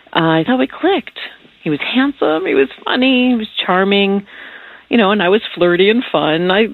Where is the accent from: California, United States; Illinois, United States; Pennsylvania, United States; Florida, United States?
Illinois, United States; Chicago; moved away as an adult; I moved here from Chicago about 6 months ago. I grew up there.